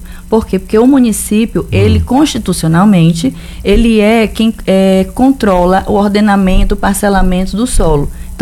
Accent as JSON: {"language": "Portuguese", "town": "Limoeiro do Norte", "region": "Ceará", "country": "Brazil", "tie": "born there", "said": "Eu sou uma cearense baiana."}